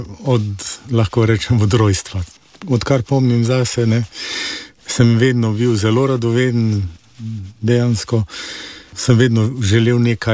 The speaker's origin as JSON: {"language": "Slovenian", "town": "Celje", "region": "Savinja", "country": "Slovenia", "tie": "born there", "said": "Rojen sem v Celju."}